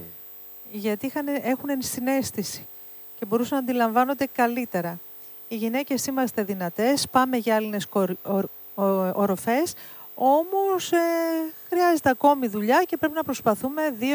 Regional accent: Thessaloniki, Central Macedonia, Greece; moved away; Απλά είμαστε καταγωγή από τη Μικρά Ασία, είμαι Θεσσαλονικιά

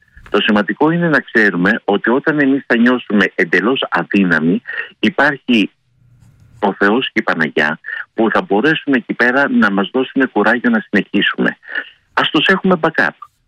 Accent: Greece; στη δικιά μας συνείδηση, αυτό είναι στη δικιά, στο δικό μας το πετσί σαν Έλληνες.

